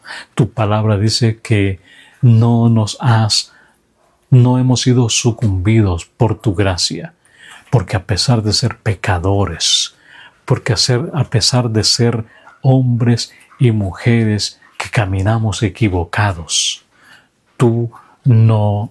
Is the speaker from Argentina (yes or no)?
no; Honduras